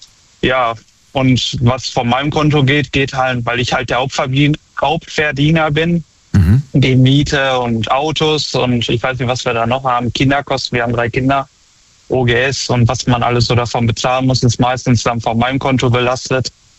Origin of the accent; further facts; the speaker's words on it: Unna, North Rhine-Westphalia, Germany; Ja, ich komme aus Unna, das ist bei Dortmund.